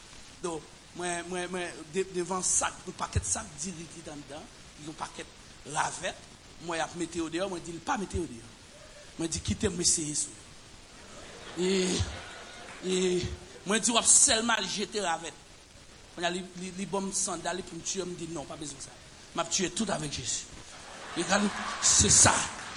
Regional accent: Haiti; je viens de dire que je suis haïtien.

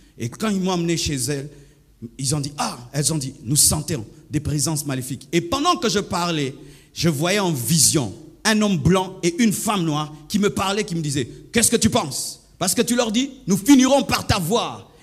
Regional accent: Kivu, DR Congo; Le swahili, c'est l'une de nos langues au Kivu, parce que j'ai grandi au Kivu.

